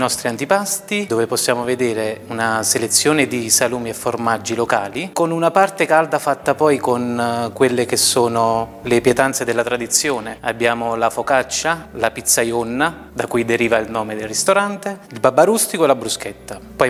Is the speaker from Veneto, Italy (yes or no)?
no; Taurasi, Campania, Italy; Taurasi è il mio paese di origine, è il paese a cui sono molto legato, è un paese che vorrei che risuonasse così come il nome fa.